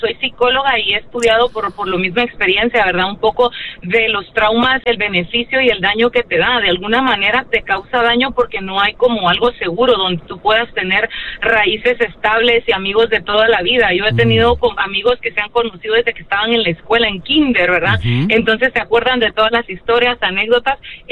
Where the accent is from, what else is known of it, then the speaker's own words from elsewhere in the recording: Guatemala; Ah, qué bueno, de Guatemala.